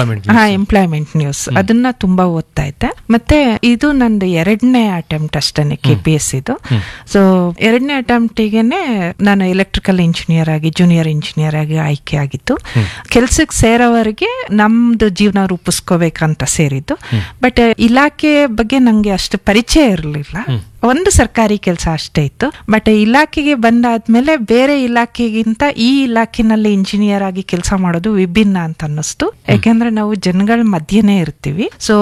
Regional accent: Kontana Mane, Karnataka, India; born there; Sir, ನಾನು ಹಾಸನದಿಂದ ಒಂದು ಸುಮಾರು 80 ಕಿಲೋಮೀಟರ್ ದೂರ ನಾನು ಹುಟ್ಟಿದ್ದು ಕೊಂತನ ಮನೆ ಅಂತ.

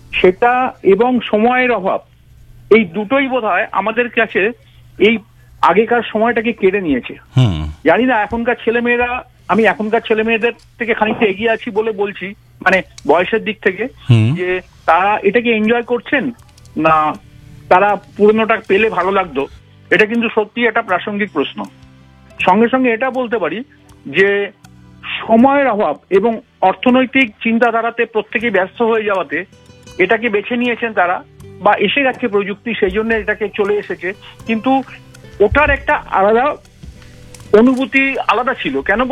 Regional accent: Kolkata, West Bengal, India; School life এর পরে college life এগুলোতে প্রচন্ড ভাবে আমরা আড্ডা মেরেই বড় হয়েছি উত্তর পূর্ব কলকাতায়, এবং সেটাকে আমি এখনো মিস করি, মারাত্মক ভাবে মিস করি।

